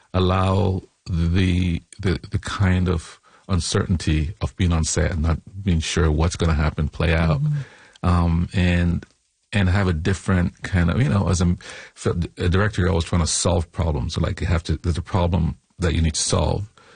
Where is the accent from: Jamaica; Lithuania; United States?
Jamaica; born there; I mean, I was born in Jamaica, you know, and so the idea of magic and reality operating on the same plane is not unusual for me.